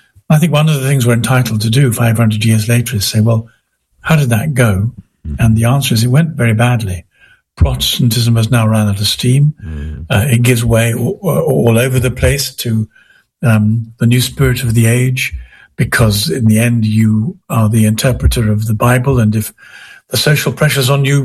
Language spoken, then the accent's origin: English; Canterbury, South East England, United Kingdom; I grew up around Canterbury Cathedral